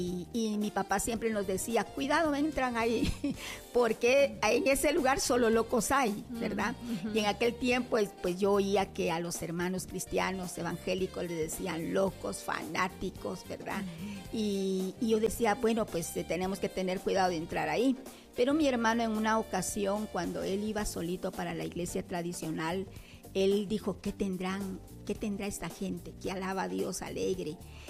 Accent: Guatemala City, Guatemala Department, Guatemala; born there; also born or lived in Quetzaltenango, Guatemala; de ahí decidimos pues la familia venirnos para acá, para la capital. Uh-huh. Yo vine muy, muy niña, ya casi como de 6, 7 años, o sea, mi mayoría de vida pues la he tenido aquí en la capital

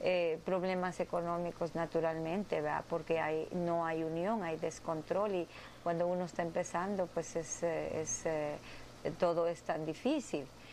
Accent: Guatemala; now in Chicago, United States; soy de Guatemala, de un pueblo pequeño que se llama Misco. Llegué a este país en 1964, hace 31 años.

